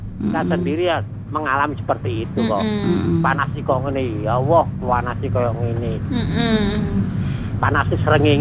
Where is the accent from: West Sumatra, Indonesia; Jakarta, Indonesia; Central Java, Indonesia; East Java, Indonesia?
East Java, Indonesia; Surabaya; Soalnya aku kan arek asli Surabaya.